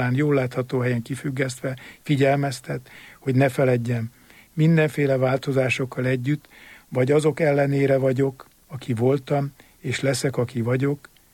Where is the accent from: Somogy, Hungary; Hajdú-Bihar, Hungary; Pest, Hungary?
Somogy, Hungary; Törökkoppány; hogy onnél tovább induljunk szülőfalunkba, a Somogyvár megyét Törökkoppányba